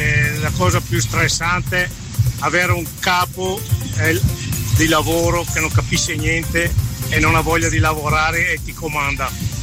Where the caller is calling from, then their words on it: Verona, Veneto, Italy; da Verona.